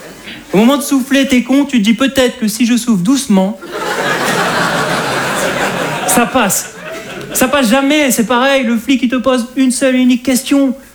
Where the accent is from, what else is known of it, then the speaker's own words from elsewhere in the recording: Hauts-de-France, France; je suis un ch'ti.